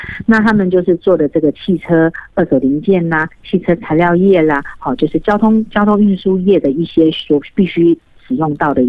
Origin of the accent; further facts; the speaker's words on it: Taipei, Taiwan; 我小时候在这个地方，从小在这个地方生长，我从小到大的这样的一个记忆啊，这个地方一直都是就是属于住商混合